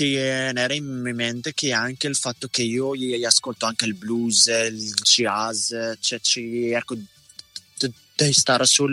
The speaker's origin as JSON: {"language": "Italian", "country": "Morocco", "moved": "yes", "lives_now": "Italy", "said": "Marocco, io cerco sempre di portare qualcosa, cioè sia un 50% dell'Italia proprio, oppure un 50% del mio paese."}